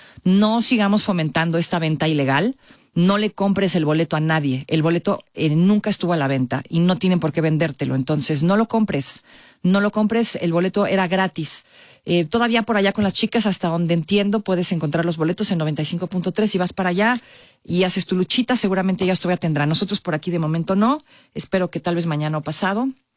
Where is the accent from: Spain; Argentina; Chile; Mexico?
Mexico; ya ve cómo así somos el mexicano para todo, todo al final.